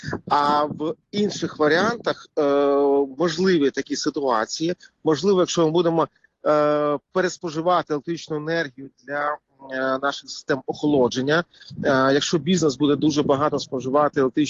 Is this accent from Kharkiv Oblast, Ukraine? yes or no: yes; Kharkiv, Kharkiv Oblast, Ukraine; мій рідний Харків